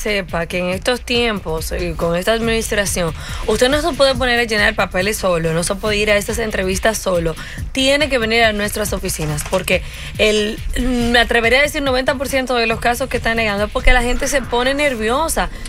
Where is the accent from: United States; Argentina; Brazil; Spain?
United States; Perdón, es que yo soy gringa, yo lo conozco bien.